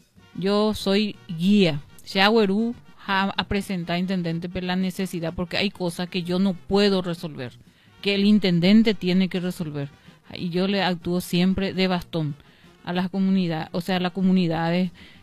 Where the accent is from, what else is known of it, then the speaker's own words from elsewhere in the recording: Paraguay; born there; San Antonio General Díaz, de aquí queda 25 kilómetros. Ese es Aicuata, a pesar de que es el lugar, la comunidad donde yo nací, es mi valle, donde está mi mamá y mi papá.